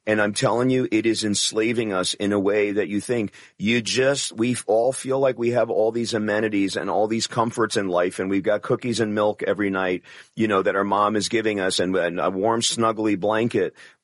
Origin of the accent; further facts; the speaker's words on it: Bronx, New York, United States; I'm a kid from the Bronx.